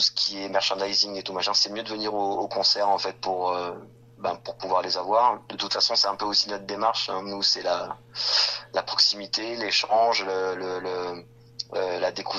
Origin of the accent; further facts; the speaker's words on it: Bures-sur-Yvette, Île-de-France, France; born there; also born or lived in Paris; Alors nous, on est de Paris et de Bures-sur-Yvette. Bures-sur-Yvette, c'est une petite ville qui est dans la vallée de Chevreuse.